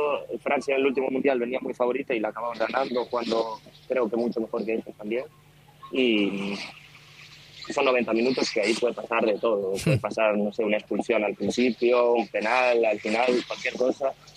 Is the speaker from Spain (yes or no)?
yes; Spain; accent: Argentine; bueno, me crié acá en España, pero las costumbres son todas argentinas